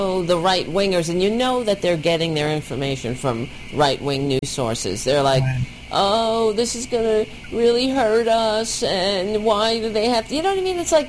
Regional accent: Staten Island, New York, United States; I grew up on Staten Island, and there, take it from me, there's a bunch of racists there.

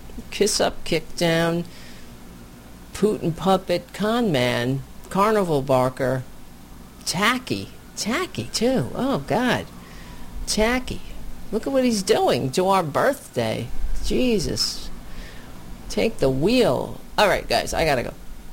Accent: New York, United States; You know, I'm from New York. Everybody hates him.

